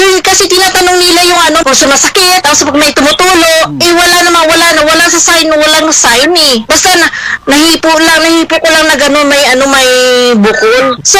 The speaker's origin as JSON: {"language": "Tagalog", "town": "Bacoor", "region": "Calabarzon", "country": "Philippines", "moved": "as an adult", "lives_now": "Hong Kong", "said": "Taga Molino Bacoa ako. Tapos, nandito ngayon sa, ano, sa Hong Kong. DH ako dito."}